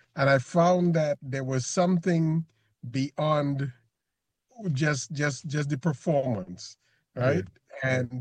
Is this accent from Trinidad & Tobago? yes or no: yes; Trinidad & Tobago; I'm from Trinidad. How I started in this is as a drummer.